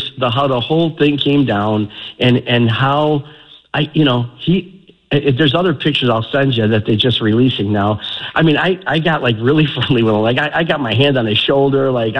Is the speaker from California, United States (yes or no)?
no; Chicago, Illinois, United States; he heard I was from Chicago